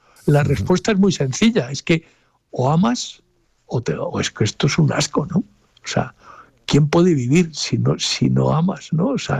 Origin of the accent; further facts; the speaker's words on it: Cádiz, Andalusia, Spain; vete tú a mi tierra a decirle a un gaditano que hay que vivir por el deber, ¿no?